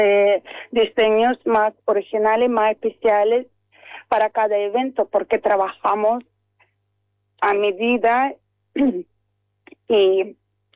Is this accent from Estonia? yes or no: yes; Estonia; accent: Estonian; Spanish is a second language; now in Málaga, Spain; yo soy de Estonia, como se oye en el acento, llevo aquí más de 25 años en Málaga.